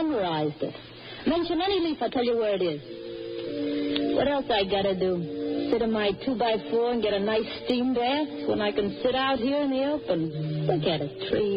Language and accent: English; Hardin, Minnesota, United States; I come from Hardin, Minnesota.